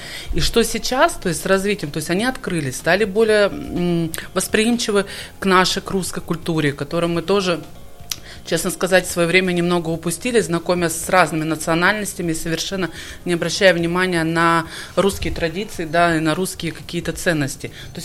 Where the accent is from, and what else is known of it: Sakhalin Oblast, Russia